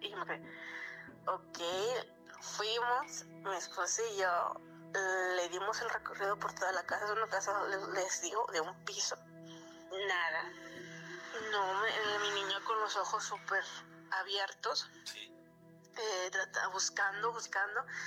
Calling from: Monterrey, Nuevo León, Mexico; Soy de Monterrey, Nuevo León

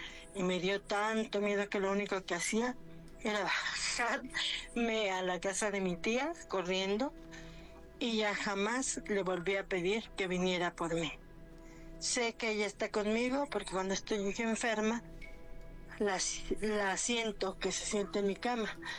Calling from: Mexico City, Mexico

